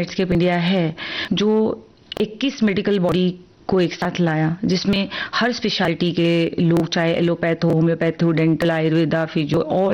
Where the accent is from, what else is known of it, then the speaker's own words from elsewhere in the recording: Uttar Pradesh, India; क्योंकि हम उत्तर प्रदेश से हैं, राजस्थान हुआ या हरियाणा हुआ